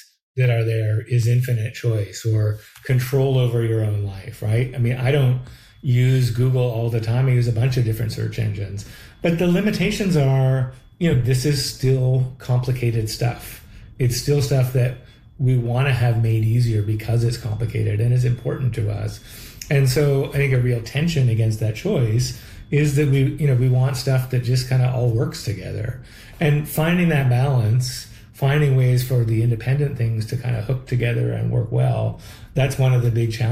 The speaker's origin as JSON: {"language": "English", "country": "Canada"}